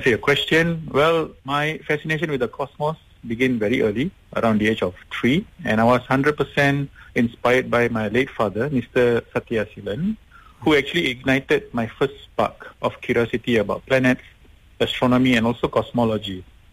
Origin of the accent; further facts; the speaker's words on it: Malaysia; As a Malaysian, I see the red soils of Pahang.